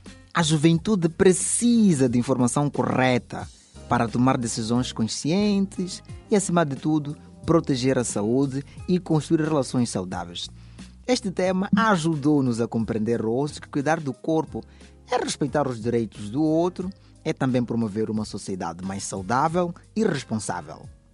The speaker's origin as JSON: {"language": "Portuguese", "country": "France", "tie": "born or raised there", "also_born_or_lived": "Dubai / Abu Dhabi / Portugal", "moved": "yes", "lives_now": "Mozambique", "said": "eu nasci em Dubai, a minha infância resume-se na França, fiz o ensino primário em Abu Dhabi, o ensino secundário foi em Portugal e recentemente cheguei a Moçambique."}